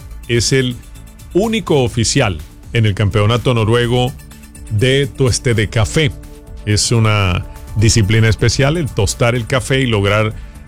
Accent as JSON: {"language": "Spanish", "town": "Neiva", "region": "Huila", "country": "Colombia", "moved": "yes", "said": "el de mi país, Colombia, particularmente el de mi tierra, departamento del Huila, es como un estado, pero el departamento del Huila así se llama, y mi ciudad, Neiva."}